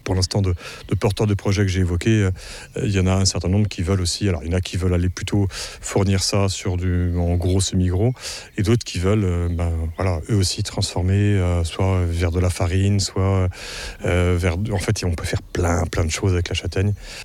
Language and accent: French; Pays de la Loire, France; chez nous, en Vendée, dans les Mauges